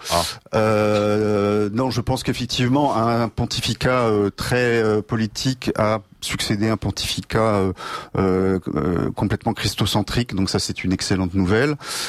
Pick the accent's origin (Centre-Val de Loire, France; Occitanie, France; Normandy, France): Normandy, France; Je le dis d'autant plus gentil que je suis normand moi-même.